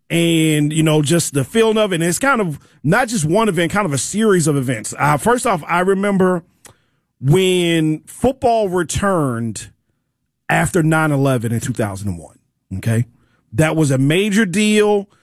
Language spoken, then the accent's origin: English; Maryland, United States; moved away; I grew up in Maryland, but my dad grew up in New York before he moved to Maryland.